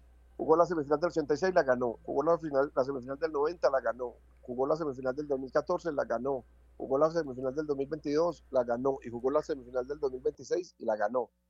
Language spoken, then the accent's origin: Spanish; Colombia; Nosotros los colombianos nos cuesta muchísimo decir te amo